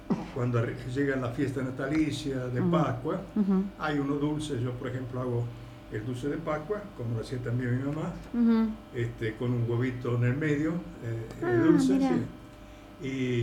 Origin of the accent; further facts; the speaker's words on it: Calabria, Italy; moved away as an adult; now in La Plata, Argentina; Así que, digamos, mi juventud la pasé todo en mi pueblo.